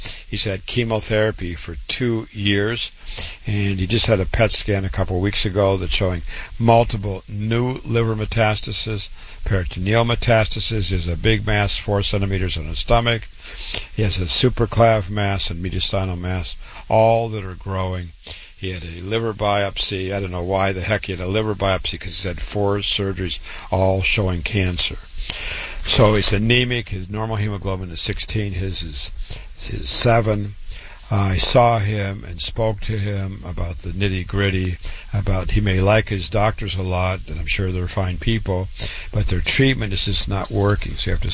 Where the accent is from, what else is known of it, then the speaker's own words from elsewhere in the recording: Waterloo, Iowa, United States; moved away; born and raised in Waterloo, Iowa.